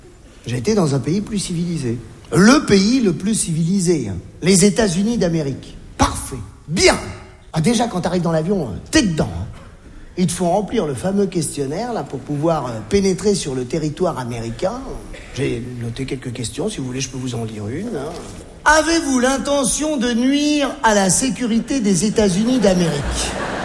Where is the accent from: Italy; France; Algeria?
Algeria; born there; Je suis né en Algérie